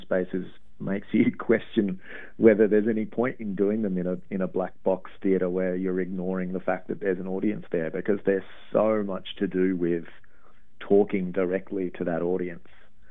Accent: Melbourne, Victoria, Australia; moved away as an adult; also born or lived in London; it wasn't because I was from Melbourne.

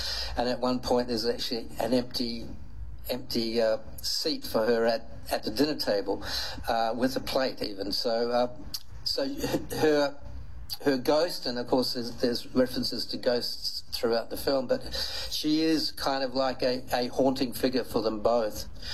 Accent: Australia; I'm based in, I'm an Australian writer

